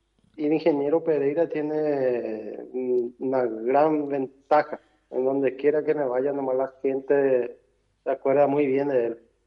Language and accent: Spanish; Itá, Central, Paraguay; yo soy de la compañía Iwobi